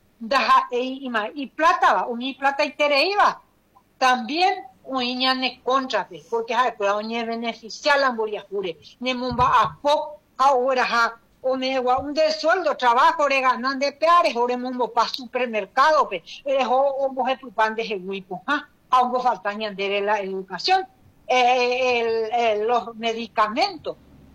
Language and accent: Spanish; Paraguay; lo que somos paraguayos, padre de familia.